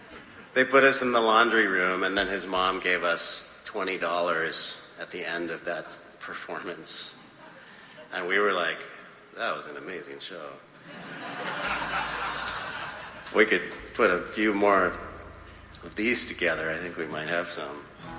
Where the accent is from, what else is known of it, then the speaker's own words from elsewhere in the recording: California, United States; I grew up in California